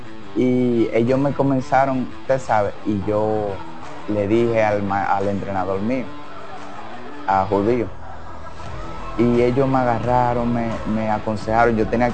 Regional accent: Dominican Republic; yo tengo que despertarme de madrugada en mi pueblo. Sí. Está casi a 3 horas de aquí.

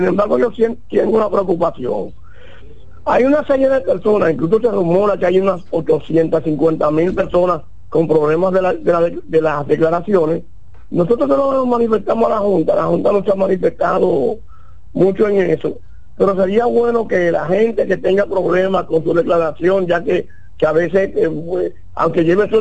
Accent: Cambita Garabitos, San Cristóbal, Dominican Republic; born there; moved away; Yo, yo nací en Cambita, Garabito, aquí, y saqué mi cédula para acá, cambié mi dirección.

